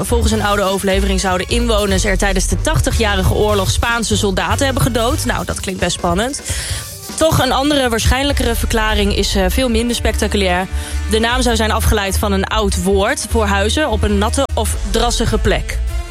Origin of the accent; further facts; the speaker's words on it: Goor, Overijssel, Netherlands; ik kom bijvoorbeeld uit Goor. Klinkt ook een beetje raar, maar Goor ligt in Overijssel